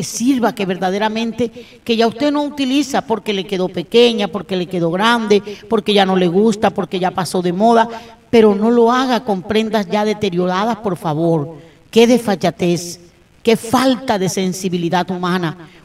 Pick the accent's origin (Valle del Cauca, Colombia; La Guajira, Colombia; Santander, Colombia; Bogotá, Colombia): La Guajira, Colombia; San Juan del Cesar; El municipio de San Juan del Cesar, mi tierra bella